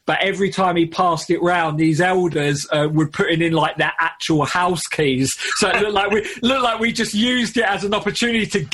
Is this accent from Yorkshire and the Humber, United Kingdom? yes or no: no; Southend-on-Sea, East of England, United Kingdom; Essex. So Southend on Sea in Essex.